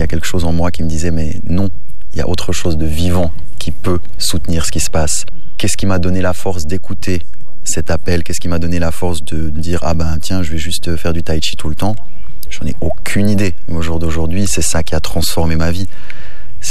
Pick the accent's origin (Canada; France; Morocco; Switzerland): Switzerland; born there; je suis né en Suisse. Ma famille sont quasiment tous des entrepreneurs suisses